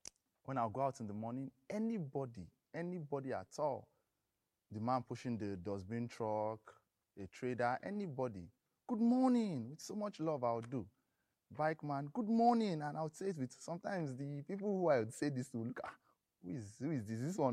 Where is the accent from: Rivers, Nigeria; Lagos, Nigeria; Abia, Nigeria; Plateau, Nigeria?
Lagos, Nigeria; also born or lived in northern Nigeria; I grew up in Lagos, then for work and school and service, I did this in the north.